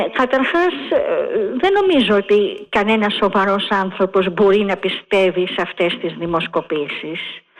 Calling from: Athens, Attica, Greece; από τη Βλατεία Αμερικής.

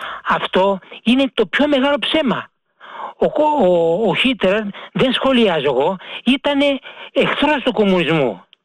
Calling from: Glyfada, Attica, Greece; από την Γλυφάδα.

